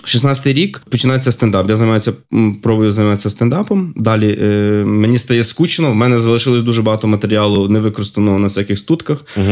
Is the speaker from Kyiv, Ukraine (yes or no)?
no; Lviv, Lviv Oblast, Ukraine; оскільки я з Сихова, старого Сихова.